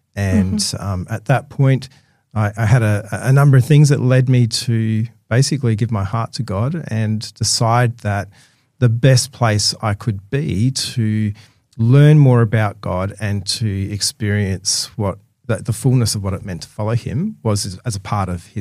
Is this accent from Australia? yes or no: yes; South Australia, Australia; moved away as an adult; also born or lived in Victoria; I worked for 7 years in Victoria as a pastor there. And I've been back in my home state of South Australia now for, I think it's 13 years now.